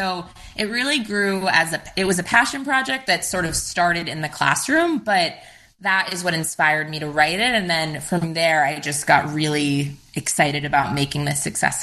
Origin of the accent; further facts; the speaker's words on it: New York, United States; I grew up in New York